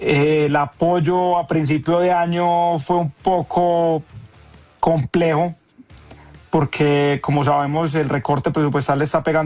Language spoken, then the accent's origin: Spanish; Colombia